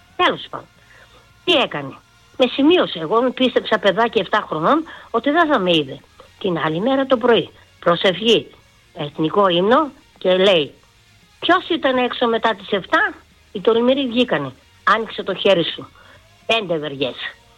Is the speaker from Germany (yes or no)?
yes; Germany; Εγώ μεγάλωσα με Πόντιους στη Γερμανία όμως.